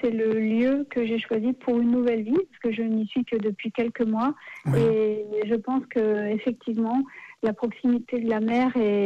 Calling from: Normandy, France; De Normandie, à côté de Deauville.

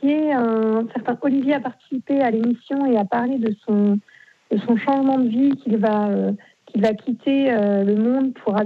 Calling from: Angers, Pays de la Loire, France

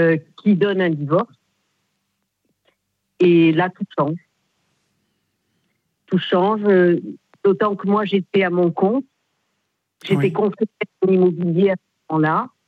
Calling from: Revel, Occitanie, France; De Revel, Midi-Pyrénées, plus exactement la Haute-Garonne.

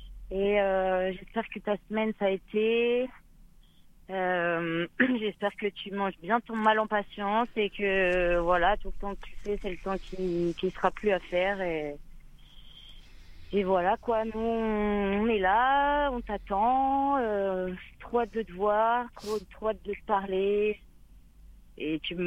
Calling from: Bordeaux, Nouvelle-Aquitaine, France; je suis bien rentrée en France, je suis à Bordeaux

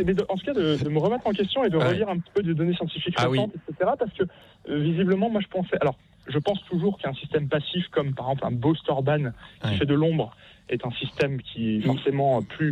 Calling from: Lyon, Auvergne-Rhône-Alpes, France; je suis sur Lyon

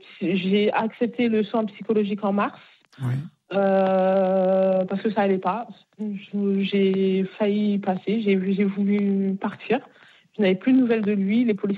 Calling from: Bayeux, Normandy, France; Moi, je viens de Bayeux.

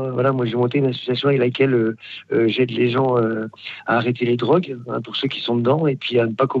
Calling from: Quimper, Brittany, France; j'appelle de Bretagne, le Finistère.

